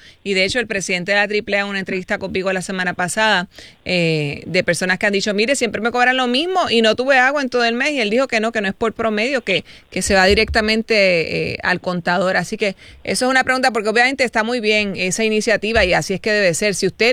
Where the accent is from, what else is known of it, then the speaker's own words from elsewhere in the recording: Arroyo, Puerto Rico; born there; yo soy de Arroyo. Ahí la voy en patilla. Yo, de hecho, nací en Arroyo, en Lafayette.